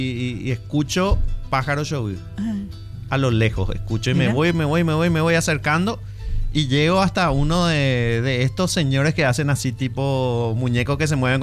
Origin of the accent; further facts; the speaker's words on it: Paraguay; esa música es de mi país, le digo … ¿verdad? Y me dice, ¿sos de Paraguay?